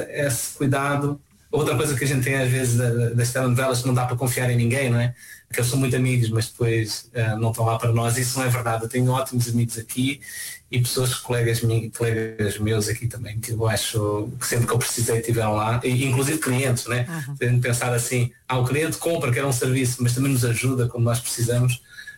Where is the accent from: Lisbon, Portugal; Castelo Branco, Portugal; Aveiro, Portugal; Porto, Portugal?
Lisbon, Portugal; Odivelas; now in Brazil; Eu tenho que dizer que sou de Lisboa, porque se eu disser Odivelas ninguém entende direito.